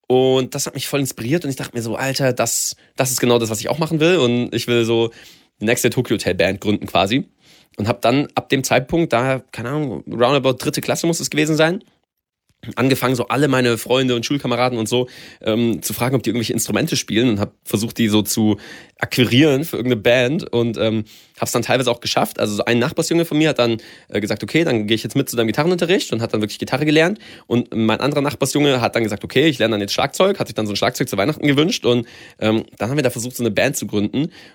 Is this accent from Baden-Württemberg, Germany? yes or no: yes; Baden-Württemberg, Germany; Erstmal so da lokal in dem Dorf, wo ich aufgewachsen bin. Nähe von Stuttgart tatsächlich.